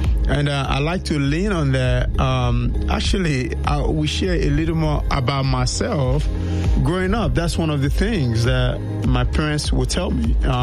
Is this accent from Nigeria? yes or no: yes; Nigeria; moved away; growing up in Nigeria, from a Yoruba group, I'm a Yoruba person.